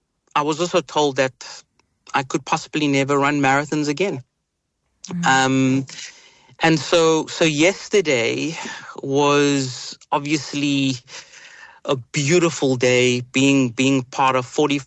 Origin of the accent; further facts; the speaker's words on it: Cape Town, Western Cape, South Africa; But I'm from Bahar on the Cape Flats.